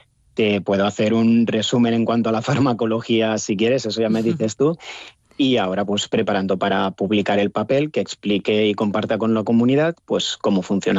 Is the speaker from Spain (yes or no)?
yes; Spain; now in Bonn, Germany; yo no soy el único español aquí en Bonn, es que me he encontrado un montón, españoles, italianos